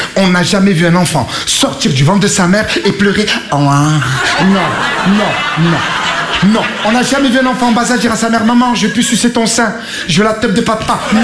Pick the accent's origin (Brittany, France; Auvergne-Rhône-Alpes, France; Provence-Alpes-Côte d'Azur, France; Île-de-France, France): Provence-Alpes-Côte d'Azur, France; Marseille; je viens de Marseille. Marseille, une ville connue pour deux choses.